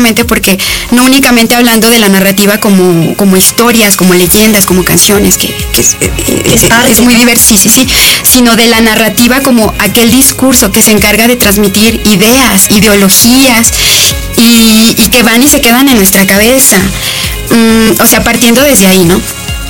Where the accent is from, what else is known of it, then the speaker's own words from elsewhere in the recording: Ojocaliente, Zacatecas, Mexico; now in Aguascalientes, Mexico; yo no soy de Aguascalientes, yo soy de Zacatecas, de un lugar que se llama Ojo Caliente